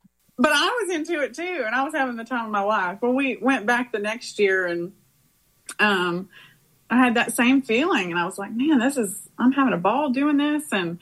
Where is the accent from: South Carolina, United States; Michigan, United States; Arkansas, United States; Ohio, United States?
Arkansas, United States; Springdale; moved away as an adult; now in Nashville, United States; Yeah, well, I'm from Springdale, Arkansas. And I grew up there and lived there until I headed to Nashville in 2001.